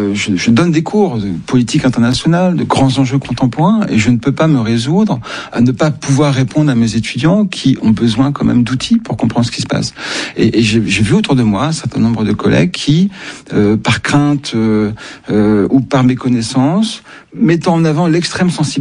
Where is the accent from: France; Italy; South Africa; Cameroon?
France; Et moi, je suis français, chercheur, travaillant sur un certain nombre de sujets